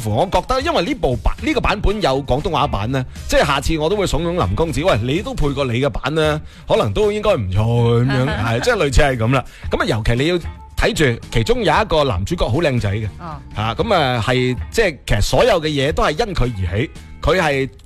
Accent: Guangdong, China

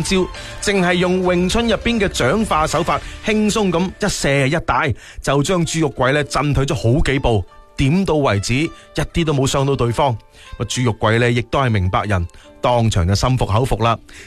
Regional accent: Foshan, Guangdong, China; 我哋佛山人

